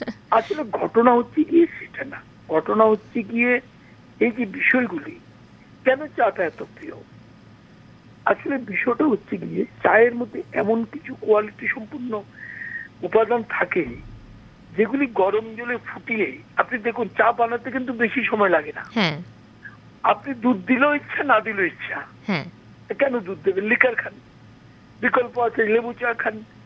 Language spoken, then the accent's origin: Bangla; India; আমাদের ভারতবর্ষের মধ্যে